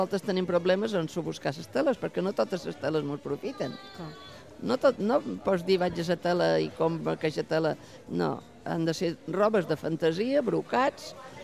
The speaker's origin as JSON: {"language": "Catalan", "town": "Santa Gertrudis de Fruitera", "region": "Balearic Islands", "country": "Spain", "tie": "born or raised there", "moved": "yes", "lives_now": "Ibiza Town, Spain", "said": "jo he nascut a Santa Gertrudis."}